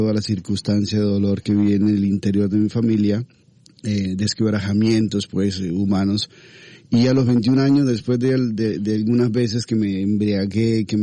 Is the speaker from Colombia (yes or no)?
yes; Yopal, Casanare, Colombia; born there; also born or lived in Trinidad, Casanare; en Yopal, que es la ciudad que me acogió como adolescente. Yo nací en un pueblito que se llama La Santísima Trinidad.